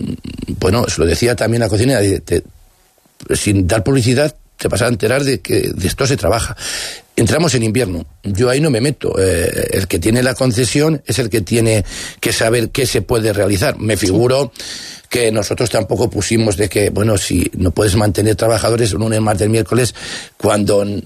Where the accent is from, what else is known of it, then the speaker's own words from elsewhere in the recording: Castile and León, Spain; en mi pueblo, y hay muchos pueblos de Soria